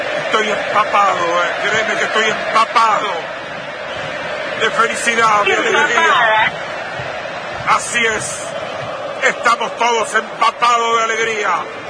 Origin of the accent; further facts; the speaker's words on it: Argentina; Qué lindo que es ser argentino. Así somos los argentinos.